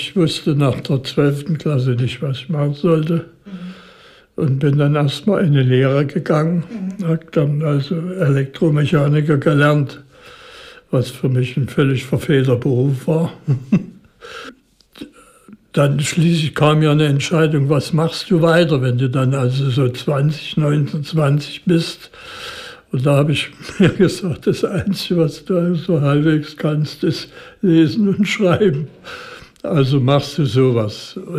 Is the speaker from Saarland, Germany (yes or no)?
no; Dresden, Saxony, Germany; Und zum Maler ging man als Dresdner vielleicht nicht so häufig als zu Mozart.